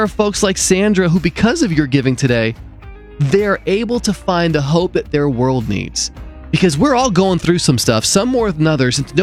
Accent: Puerto Rico; moved away; it came from my home country.

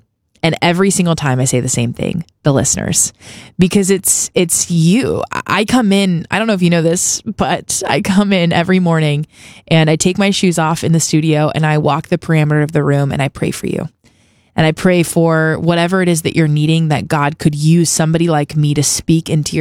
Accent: Texas, United States; moved away as an adult; now in Tennessee, United States; I moved from Texas, where I was born and raised my whole life, all my friends, family, and moved to Tennessee.

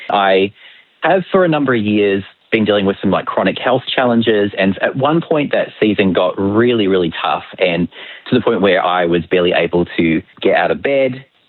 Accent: Australia; accent: Aussie Kiwi mixed; now in New Zealand; I do. Well, I have an Aussie Kiwi mixed accent. I'm actually Australian. I've lived in New Zealand for nearly 20 years.

